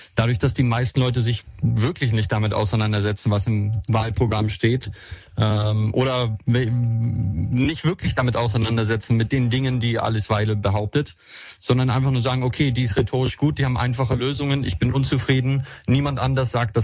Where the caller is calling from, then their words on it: Berlin, Germany; ich komme aus Berlin